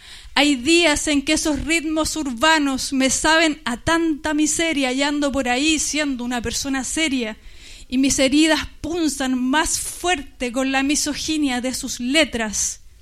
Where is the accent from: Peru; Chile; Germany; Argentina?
Chile; Santiago, Santiago Metropolitan Region; crecí en Lo Espejo, en una comuna kuma, como dice la Rosy. Una comuna periférica en la capital, allá en Chile, de esas donde hay que andar mirando para atrás